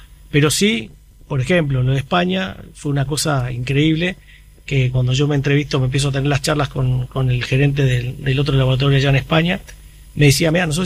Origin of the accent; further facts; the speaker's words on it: Uruguay; Somos difíciles acá en Uruguay